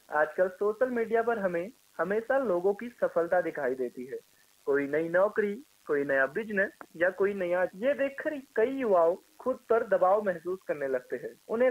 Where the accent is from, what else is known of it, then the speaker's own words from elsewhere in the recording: Pithoragarh, Uttarakhand, India; now in Almora, India; मैं वैसे मूल रूप से पिथौरागढ़ का निवासी हूँ, पर अभी अल्मोड़ा में रहता हूँ।